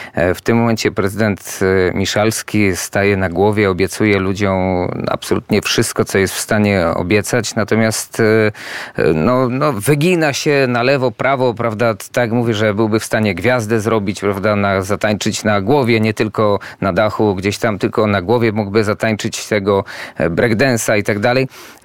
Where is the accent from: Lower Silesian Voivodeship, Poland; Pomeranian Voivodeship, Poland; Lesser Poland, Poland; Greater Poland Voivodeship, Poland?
Lesser Poland, Poland; Kraków; Krakus, tak. Z krwi i kości Krakus.